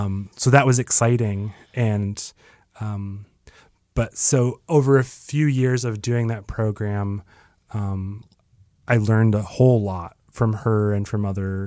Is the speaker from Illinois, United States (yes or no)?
yes; Oak Park, Illinois, United States; I grew up in Oak Park, which is one of the first suburbs west of the Chicago like border.